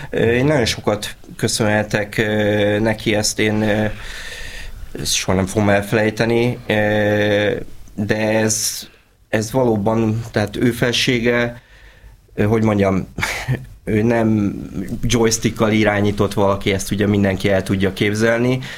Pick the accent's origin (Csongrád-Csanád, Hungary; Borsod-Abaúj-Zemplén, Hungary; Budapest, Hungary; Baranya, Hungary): Budapest, Hungary; Csepel; Egy csepeli srác vagyok, aki megragadta a lehetőséget